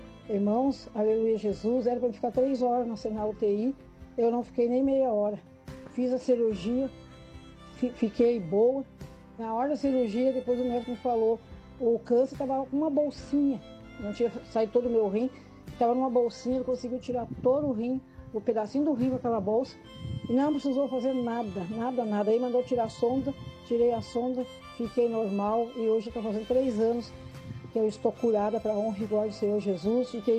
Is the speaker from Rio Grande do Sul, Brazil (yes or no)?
yes; São Jerônimo, Rio Grande do Sul, Brazil; E eu tive 2 meses na sonda aqui na cidade, sou de São Jerônimo.